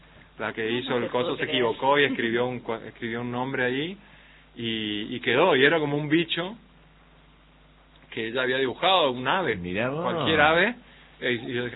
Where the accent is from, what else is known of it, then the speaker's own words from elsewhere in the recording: Resistencia, Chaco, Argentina; de la zona donde yo soy, de Resistencia, y alrededores.